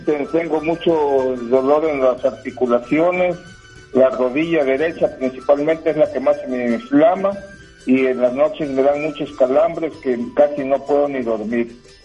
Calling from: Texas, United States

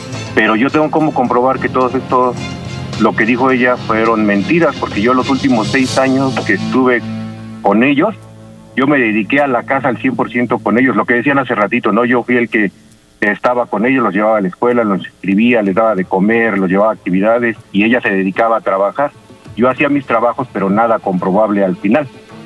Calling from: Mexico City, Mexico; De aquí, de Iztacalco.

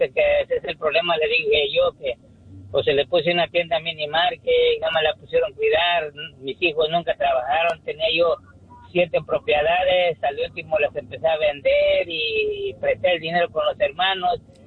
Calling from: Los Angeles, California, United States; De aquí, de Los Ángeles.

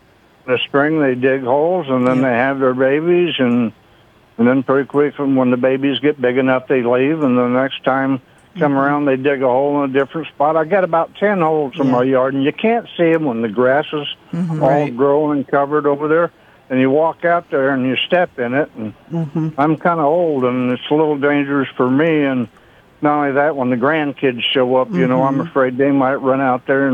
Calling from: Hebron, Nebraska, United States; from Hebron.

